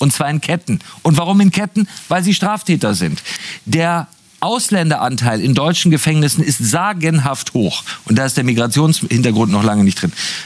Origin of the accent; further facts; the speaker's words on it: Germany; wenn ich als Deutscher aus London wiederkomme